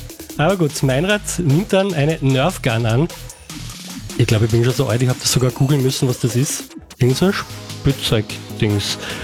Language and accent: German; Lower Austria, Austria; ich meine aus meiner Heimat, aus dem Waldviertel, kommt da von Markus.